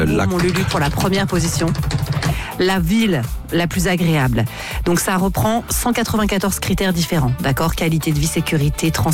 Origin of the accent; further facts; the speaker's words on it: Nouvelle-Aquitaine, France; Oui, bah oui, près de chez moi. Oui, oui, je suis basque. Donc, que ça te plaise ou non, finalement, je suis basque.